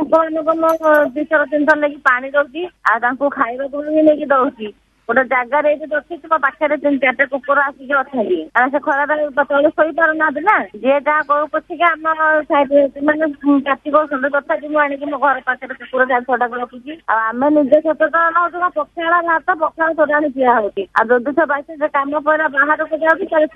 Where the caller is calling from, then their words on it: Bhubaneswar, Odisha, India; Bhubaneswar Shahidnagar